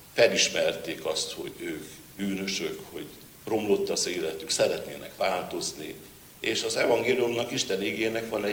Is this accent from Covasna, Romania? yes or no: no; Magyarlóna, Cluj County, Romania; Kolozsvár mellett, Magyar Lónán, ahol én felnőttem